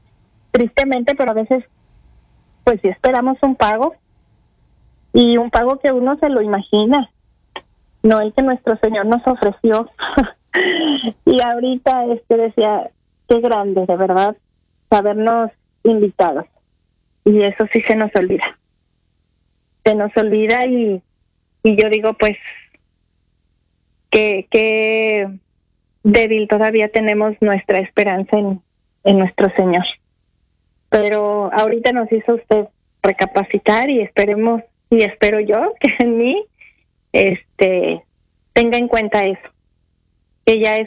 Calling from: Guadalajara, Jalisco, Mexico

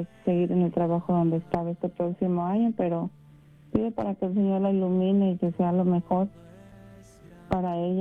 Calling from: Rialto, California, United States; De aquí de Rialto

